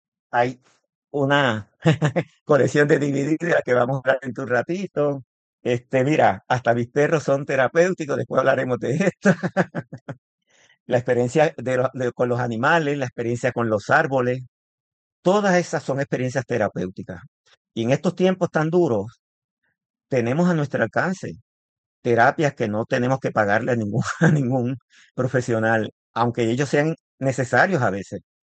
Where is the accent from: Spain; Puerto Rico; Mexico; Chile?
Puerto Rico; Estamos orgullosos de ti como puertorriqueños y tú siendo puertorriqueña de pura cepa.